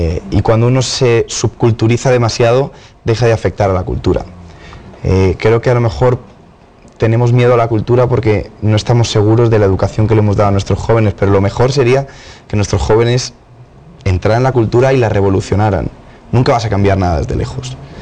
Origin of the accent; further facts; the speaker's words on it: Spain; Y por ejemplo, en España lo que sucede es que la gente no te cree las palabras. Somos muy razonadores